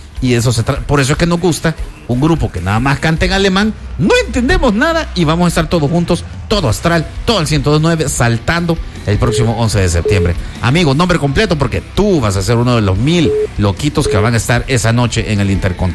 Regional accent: El Salvador

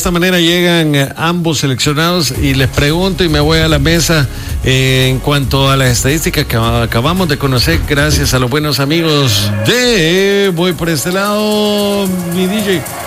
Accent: El Salvador; esa percepción tenemos como salvadoreños

